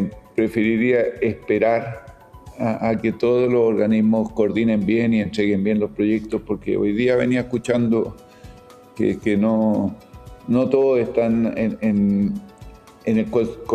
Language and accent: Spanish; Antofagasta, Chile; yo soy de Antofagasta.